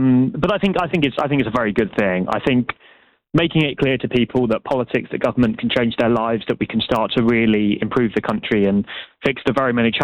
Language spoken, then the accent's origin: English; Milton Keynes, South East England, United Kingdom; my hometown, Milton Keynes